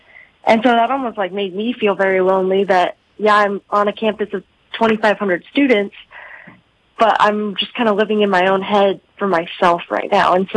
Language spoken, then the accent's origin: English; Colorado, United States; now in South Dakota, United States; I'm actually originally from Colorado. I came to South Dakota Mines in 2019.